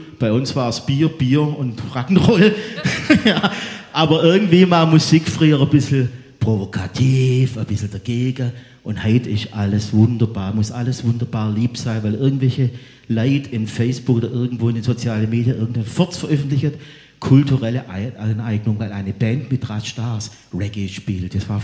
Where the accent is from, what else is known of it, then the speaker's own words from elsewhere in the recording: Sulzbach, Baden-Württemberg, Germany; und jetzt gehen wir nach Sulzbach, wo ich aufgewachsen bin, und wir gehen jetzt zurück, Anfang des 70er Jahre